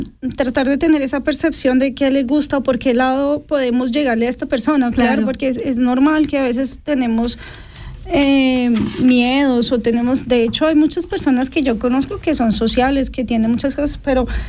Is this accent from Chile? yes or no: no; Colombia; now in Switzerland; soy colombiana